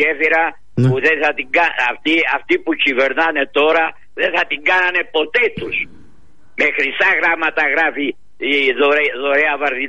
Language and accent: Greek; Chania, Crete, Greece; Να σου πω, εμείς είμαστε χανιώτες, αλλά δεν πάβει να αγαπάμε όλη την Κρήτη.